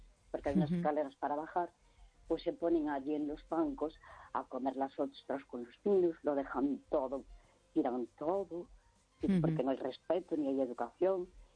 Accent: Santiago de Compostela, Galicia, Spain; Porque yo soy de Santiago de toda la vida, mi abuelo de Santiago, mi bisabuelo, toda mi familia.

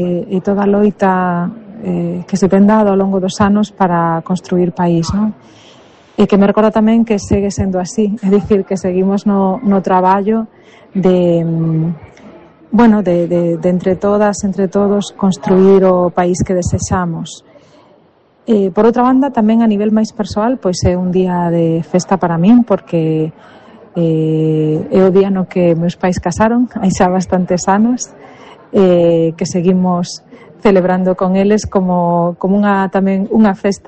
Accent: Santiago de Compostela, Galicia, Spain; Eu ademais son de Santiago, así que sempre foi un día de festas.

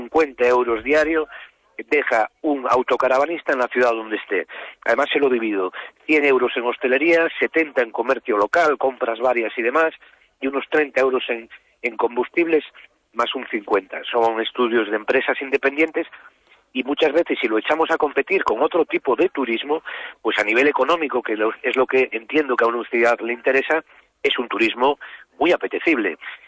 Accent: Meis, Galicia, Spain; also born or lived in Vigo; la comarca de Meis y de Arousa, de la que soy, además, es mi pueblo de toda la vida, Mosteiro

